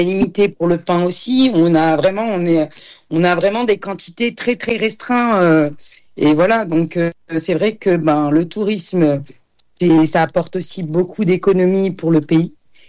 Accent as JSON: {"language": "French", "town": "Djerba", "region": "Medenine", "country": "Tunisia", "said": "Nous, on est de Djerba, on est dans une petite île."}